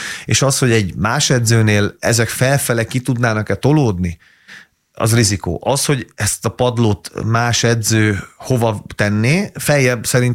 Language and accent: Hungarian; Hungary